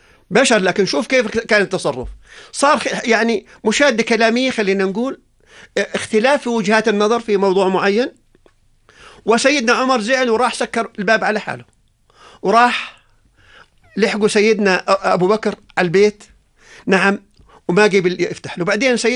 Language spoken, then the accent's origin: Arabic; Jordan; إحنا في بلدنا الطيب بلدنا الأردن